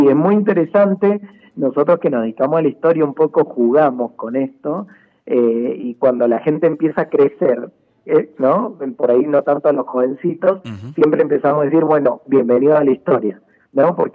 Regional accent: Mendoza, Argentina; Y bueno, y para nosotros como mendocinos, San Martín creo que es el personaje, ¿no?

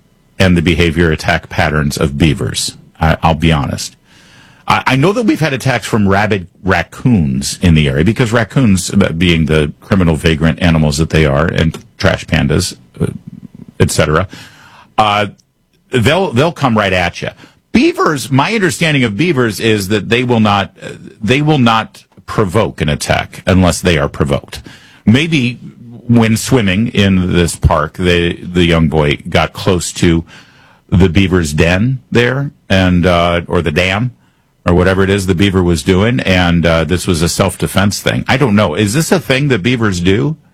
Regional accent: Michigan, United States; we had beavers growing up in Michigan a bit

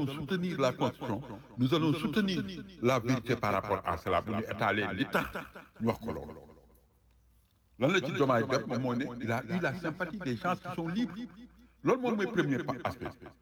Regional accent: Senegal; en tant que Sénégalais

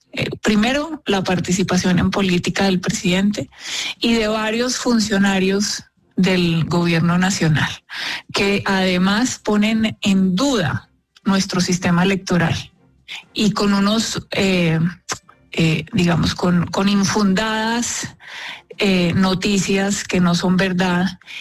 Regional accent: Colombia; nosotros mismos como colombianos

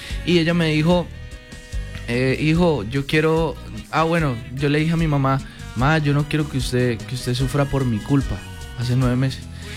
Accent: Huila, Colombia; moved away as an adult; now in Medellín, Colombia; en mi tierra, yo me fui de acá del Huila hace 9 meses, me fui a vivir a Medellín

